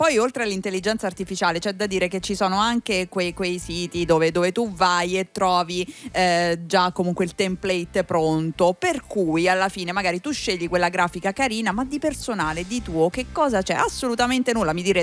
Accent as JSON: {"language": "Italian", "town": "Ariccia", "region": "Lazio", "country": "Italy", "tie": "born or raised there", "said": "Io che ne so, vengo da Riccia, che sì, tanti conoscono la Porchetta, e c'era la sagra della Porchetta da Riccia, c'è ancora, però da piccolina per me era quell'evento in cui beccavi tutti quanti."}